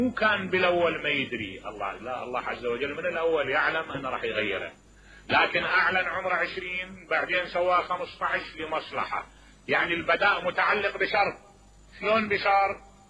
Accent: Najaf, Najaf Governorate, Iraq; قلت من النجف

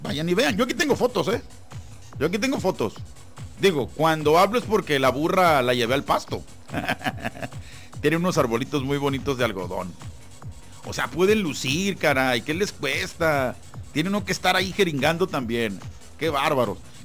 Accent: Mexico; Oiga, pero yo quiero seguir yendo a mi tierra, que es México.

